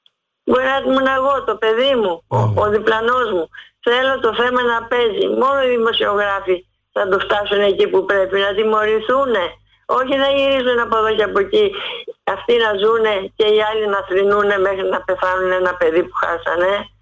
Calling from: Athens, Attica, Greece; είμαι από το Λόφο Σκουζέ.

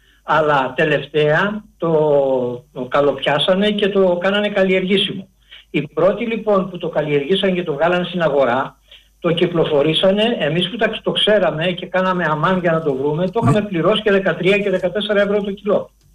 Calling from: Vilia, Attica, Greece; also born or lived in Crete; Είμαι από το Βιλιά. Κατάγομαι από την Κρήτη βέβαια.

